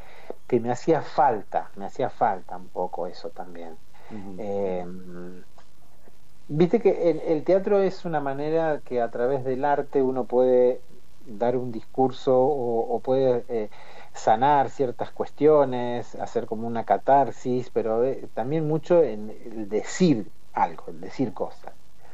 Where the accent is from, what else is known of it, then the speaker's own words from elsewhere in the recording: Trenque Lauquen, Buenos Aires Province, Argentina; now in La Plata, Argentina; yo soy oriundo de Trenquelauquen y cuando me vine a vivir a La Plata